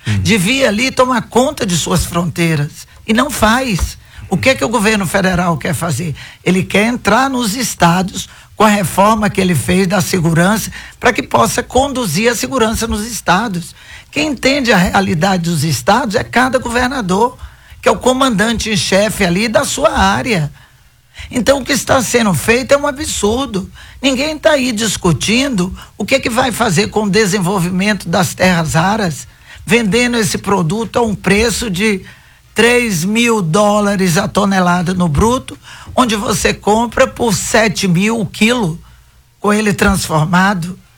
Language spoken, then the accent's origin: Portuguese; Brazil